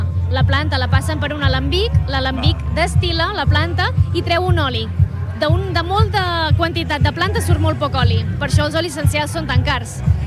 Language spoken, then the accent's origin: Catalan; Palafrugell, Catalonia, Spain; Bueno, ve de que bàsicament sóc d'aquí, sóc de Palafrugell.